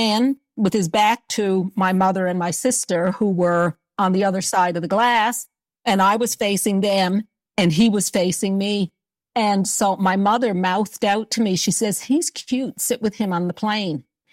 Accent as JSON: {"language": "English", "town": "Corner Brook", "region": "Newfoundland and Labrador", "country": "Canada", "tie": "born or raised there", "said": "I was born and raised in Corner Brook, Newfoundland. I went to a Catholic school there for girls in Corner Brook, Presentation High."}